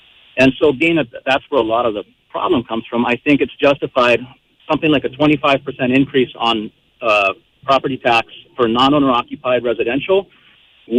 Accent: Hawaii, United States; I'm born and raised on the North Shore of Kauai, and I spent 25 years working for the Kauai Fire Department.

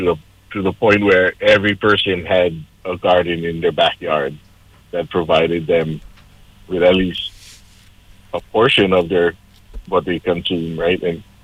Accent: Hawaii, United States

